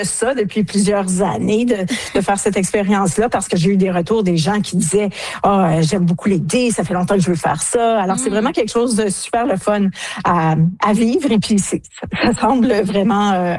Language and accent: French; Ontario, Canada; chez nous en Ontario.